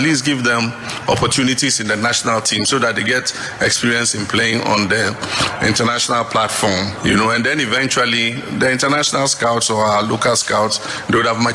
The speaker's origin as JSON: {"language": "English", "country": "Ghana", "said": "I want that in future I'll go somewhere and they say I'm from Ghana, then they say, oh, Midima. And I'll say, oh, yeah, I'm from Ghana."}